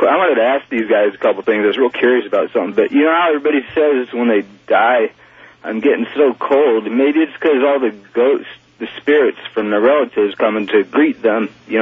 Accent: Ohio, United States; When I was growing up in Northeast Ohio

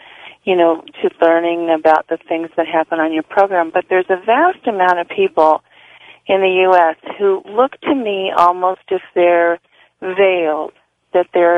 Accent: Tujunga, California, United States; I'm from Tujunga.

